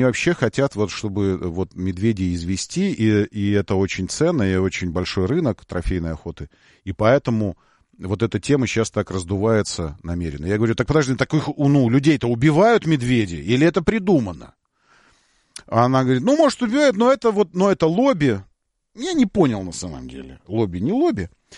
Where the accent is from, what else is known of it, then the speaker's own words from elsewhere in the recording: Moscow, Russia; я сказал сейчас как москвич